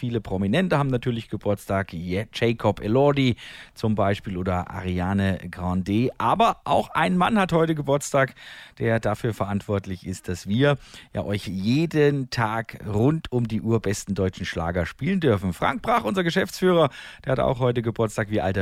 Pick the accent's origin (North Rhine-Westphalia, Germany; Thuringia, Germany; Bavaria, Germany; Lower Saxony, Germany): Thuringia, Germany; Vacha; mein großer Wunsch ist es, ihn einmal in meiner Heimatstadt Facha zu veranstalten.